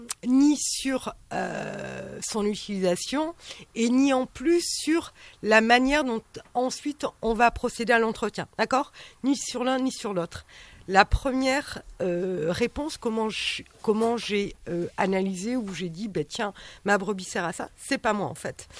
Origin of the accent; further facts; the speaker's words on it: Soustons, Nouvelle-Aquitaine, France; C'est moi qui ai approché la commune parce que, un, je suis de Souston à la base